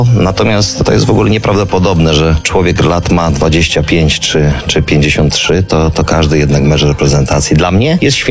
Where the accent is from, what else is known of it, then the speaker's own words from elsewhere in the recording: Subcarpathian Voivodeship, Poland; moved away as an adult; now in Warsaw, Poland; ja też przyjechałem z Podkarpacia, mając 19 lat, do Warszawy i tutaj się gdzieś tam wszystko rozpoczęło